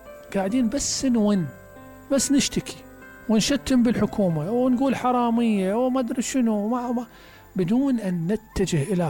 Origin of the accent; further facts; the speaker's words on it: Basra, Basra Governorate, Iraq; احنا بالبصرة تحديدا